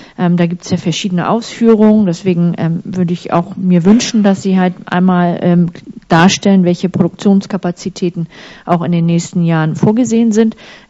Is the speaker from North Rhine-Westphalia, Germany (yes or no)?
no; Schleswig-Holstein, Germany; ich komme ja aus Nordfriesland